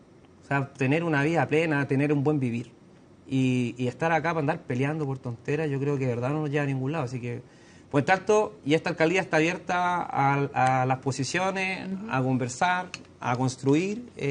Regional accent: Chile; Y creo que hoy día eso no afecta como chilenos porque finalmente tampoco es mi idea como alcalde venir a CNN

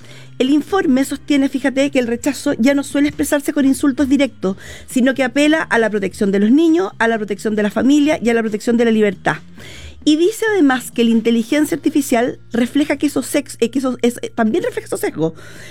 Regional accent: Chile

